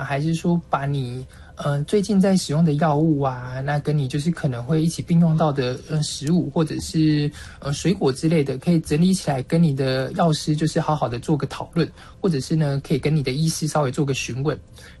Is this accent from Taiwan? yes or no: yes; Taiwan